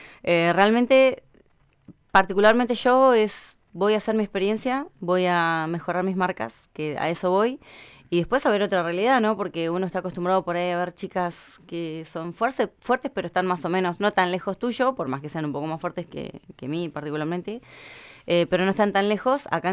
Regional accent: General San Martín, La Pampa, Argentina; yo soy oriunda de General San Martín La Pampa. Allá los pampeanos somos fuertes.

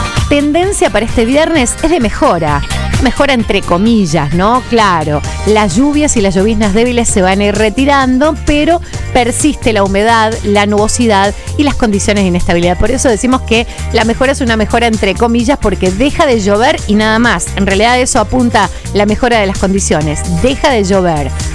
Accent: Tucumán, Argentina; now in Bahía Blanca, Argentina; tal cual, tal cual.

